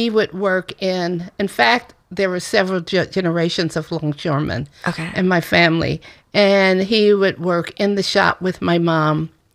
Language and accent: English; San Francisco Bay Area, California, United States; It's here in my hometown.